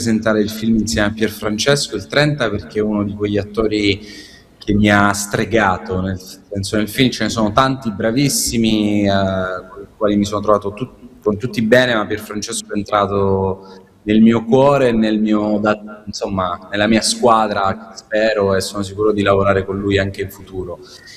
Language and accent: Italian; Corigliano Calabro, Calabria, Italy; moved away; also born or lived in Amendolara / Roseto Capo Spulico; io sono nato e cresciuto a Corigliano Calabro, poi mi sono spostato ad Amendolara, a Roseto